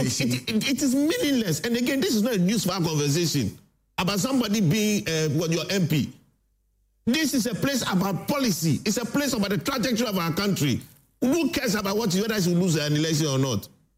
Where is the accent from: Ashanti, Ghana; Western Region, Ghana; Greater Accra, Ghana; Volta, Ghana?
Greater Accra, Ghana; Accra; I come from Jamestown, British Accra.